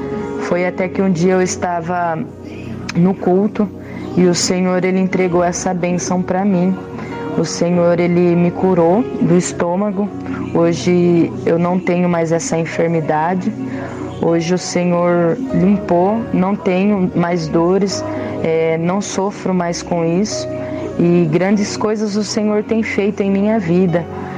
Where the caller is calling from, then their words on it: Lençóis Paulista, São Paulo, Brazil; eu sou aqui de Lençóis Paulista